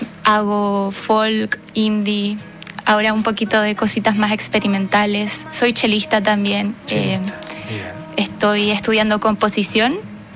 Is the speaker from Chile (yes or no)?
yes; Talca, Maule, Chile; que fui recopilando yo misma en mi región, soy del Maule.